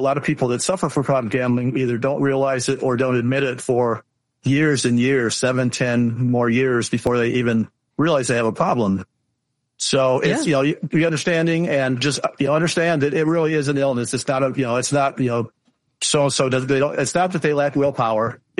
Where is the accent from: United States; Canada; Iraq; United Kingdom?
United States; Illinois; born there; also born or lived in Michigan; Actually, I was born in Illinois. I've been kind of bounced around the country. I lived in Michigan most recently for about 25 years and made my way back to Illinois about 4 years ago